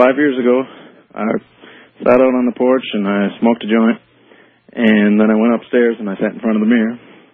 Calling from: Saint Paul, Minnesota, United States; from St. Paul.

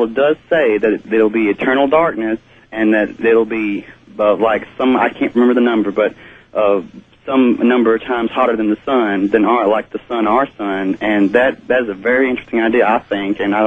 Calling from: Birmingham, Alabama, United States; I'm calling from Birmingham WERC 960.

